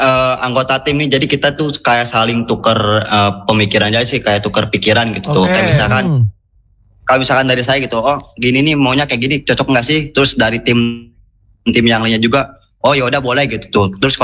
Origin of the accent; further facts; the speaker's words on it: West Java, Indonesia; Iya, kita dari Sunda soalnya.